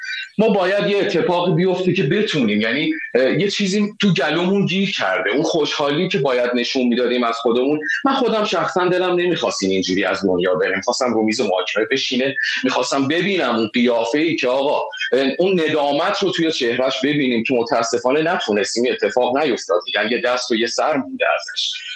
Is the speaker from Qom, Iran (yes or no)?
yes; Qom, Iran; born there; چون اینجا شهرمونه، چون اینجا تو این شهر به دنیا اومدیم